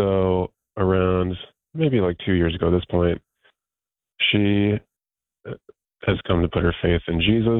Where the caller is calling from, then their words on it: Hollywood, Florida, United States; Well, no, it's actually Hollywood, Florida.